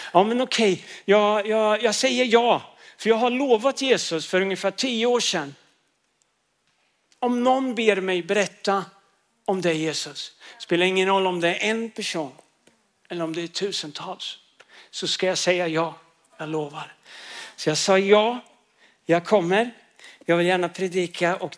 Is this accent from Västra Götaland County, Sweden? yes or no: no; Linköping, Östergötland, Sweden; accent: Östgötska; Jag är från Linköping, så idag kommer ni få lyssna på Guds ord på östgötska.